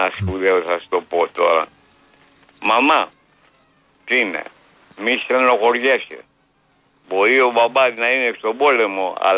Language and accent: Greek; Athens, Attica, Greece; born there; Γεννήθηκε στην Πλάκα, όπως γεννήθηκα και εγώ